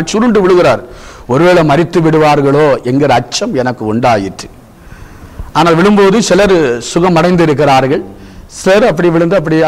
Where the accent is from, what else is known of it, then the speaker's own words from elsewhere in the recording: Kollengode, Tamil Nadu, India; நாங்கள் இந்து குடும்பத்திலே பிறந்து வளர்ந்தவர்கள். நான் பிறக்கும்போதே இந்து குடும்பம் கொல்லங்கோடு பகுதியிலே சிறுவைபுரம் பகுதியிலே அந்த இடத்துல எங்களுக்கு சொந்த ஒரு கோவில் உண்டு.